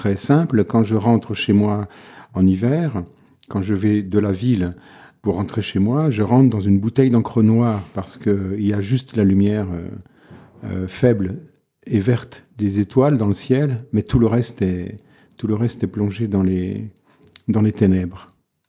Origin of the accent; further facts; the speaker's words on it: Le Creusot, Bourgogne-Franche-Comté, France; born there; je suis né au Creusot, qui est une petite ville qui a eu une heure de gloire dans la métallurgie au début du XXe siècle. J'habite en ce moment à 10 km de cette ville.